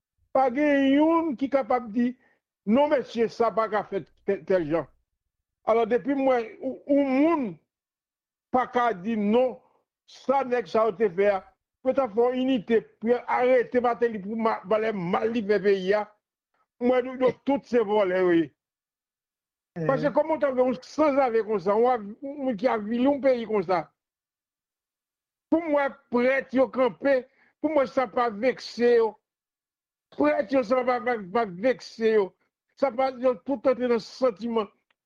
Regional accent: Haiti; Moi, je suis d'Haïti.

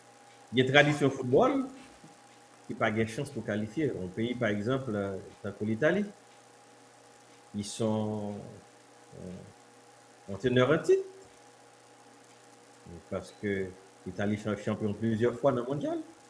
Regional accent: Haiti; Mais c'est pas comme trop coin dans la tête maintenant en tant qu'Haïtien

